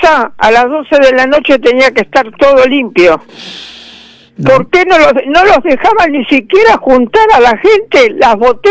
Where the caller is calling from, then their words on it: San Clemente, Buenos Aires, Argentina; de Sancle.